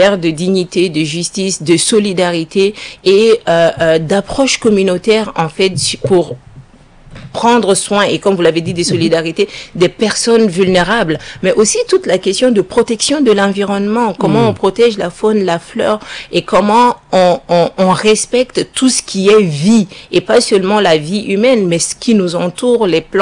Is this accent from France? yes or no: no; Mali; chez nous au Mali